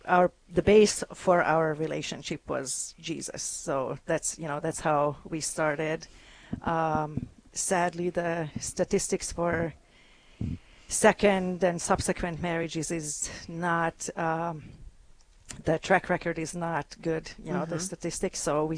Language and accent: English; Hungary; English is a second language; now in Sioux Falls, United States; Yeah, so I live in Sioux Falls originally. I'm from Hungary. I've been in the U.S. now 28 years, and in Sioux Falls about 23 of those.